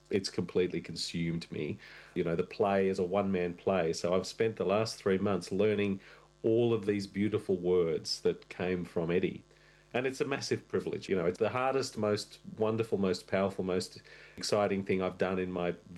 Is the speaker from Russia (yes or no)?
yes; Russia; born there; first language Russian; English is a second language; You know, my second language after Russian, I was born in Russia, my second language was Yiddish, which I started to learn again as an adult